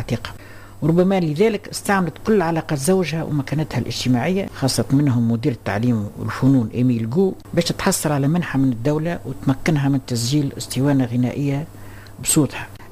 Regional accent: Tunisia; accent: Tunisian; من غير تكلفة حتى فرنك زايد كما نقولوا باللغة بلهجتنا التونسية

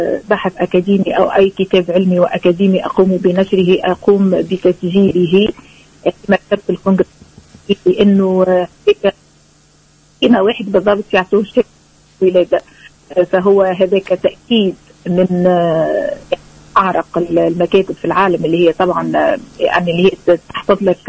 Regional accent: Tunisia; now in United States; أنا أولا وأخيرا تونسية كما ديما نقول، راهو مهما تغربنا ومهما خدينا جنسية أخرى تبقى أمنا الأولى هي تونس اللي تربينا فيها

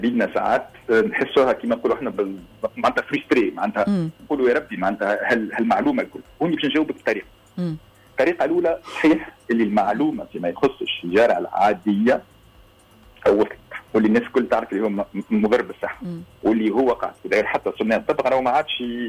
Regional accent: Tunisia; انا تونسي

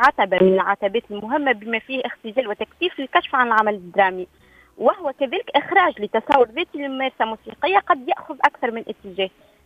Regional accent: Tunisia; صباح تونسنا الجميلة.

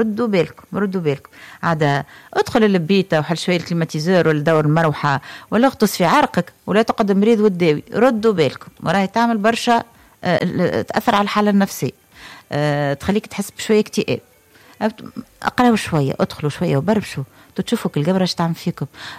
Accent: Sfax, Sfax Governorate, Tunisia; born there; انا مولوده في صفاقس ونعرف صفاقس نعرف عندي برشا صحابي من صفاقس

